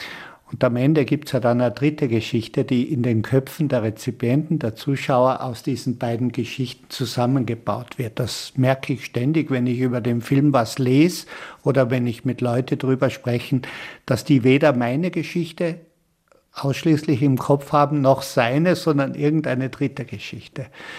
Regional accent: Kötschach-Mauthen, Carinthia, Austria; dass ich in Kötschaft-Mauthen in Kärnten, wo ich herkomme, der Erbe meiner Tante bin.

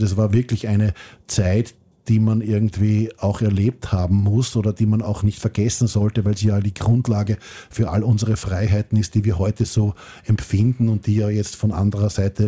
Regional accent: Gmunden, Upper Austria, Austria; born there; Naja, ich bin in Gmunden geboren, einer großbürgerlichen oder einer sich sehr bürgerlich verstehenden Stadt, da mitten im Salzkammergut.

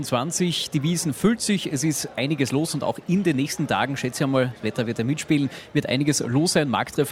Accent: Villach, Carinthia, Austria; da waren es 4 Tage bei uns in Villach, also wo ich zu Hause bin, da feiern wir eine Woche

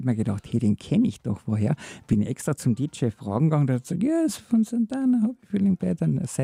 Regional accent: Bavaria, Germany; moved away; ich bin ja ein gebürtiger Bayer, eigentlich ein Franke. Und dort ist das in Franken, in meiner richtigen Heimat

